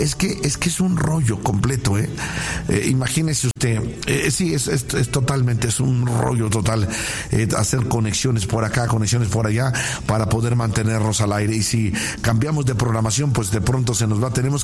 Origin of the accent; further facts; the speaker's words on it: La Peña Colorada, Mexico; México es mi nación, México. Yo nací en México, mi ombligo se quedó allá en La Peña Colorada, así que yo soy de acá, mexicano